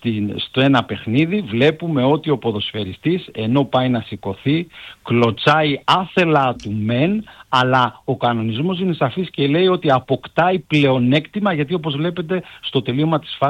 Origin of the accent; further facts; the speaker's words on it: Northern Greece, Greece; είμαι και από τη Βόρεια Ελλάδα.